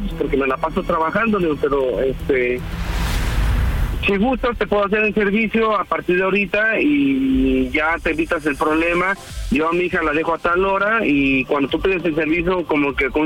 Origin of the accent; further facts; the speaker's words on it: Morelos, Mexico; Ok, tengo 40 años y soy de Morelos.